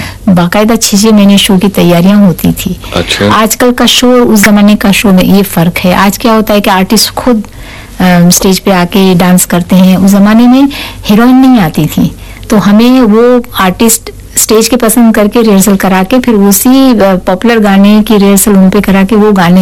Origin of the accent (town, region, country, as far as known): Dar es Salaam, Tanzania; born or raised there